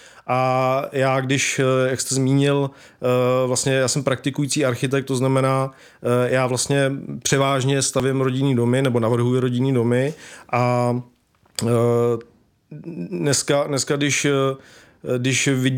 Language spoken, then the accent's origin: Czech; Vimperk, South Bohemian Region, Czechia; já pocházím z Vimperka